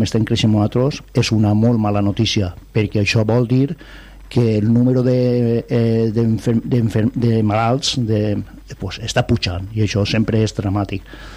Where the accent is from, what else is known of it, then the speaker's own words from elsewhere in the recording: Ontinyent, Valencian Community, Spain; Yecla és on van néixer els meus pares, en Yecla van néixer els pares, i el Ontinyent és el club del meu poble, el meu club.